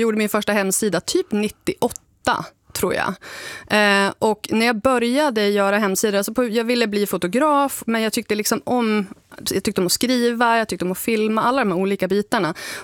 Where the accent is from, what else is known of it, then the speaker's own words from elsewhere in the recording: Sund, Västernorrland County, Sweden; Jag kände att jag blev lite, jag fastnade i att jag är från Sund, men jag bor inte i Sund, utan jag bodde i Sund / Domsjö, mycket intern liksom, politik där